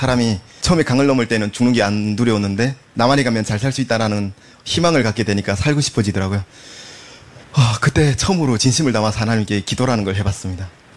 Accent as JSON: {"language": "Korean", "town": "Hyesan", "region": "Ryanggang", "country": "North Korea", "tie": "born or raised there", "moved": "as an adult", "lives_now": "South Korea", "said": "제 고향인 양강도 희산시"}